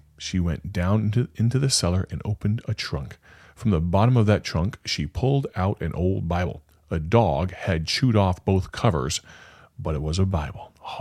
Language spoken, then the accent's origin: English; Moline, Illinois, United States; also born or lived in Rock Island, Illinois; my mother led me to Christ in the Swedish language. That's how I know the Lord understands Swedish. I grew up in the Evangelical Free Church in Moline, Illinois. When I was little, everything was in Swedish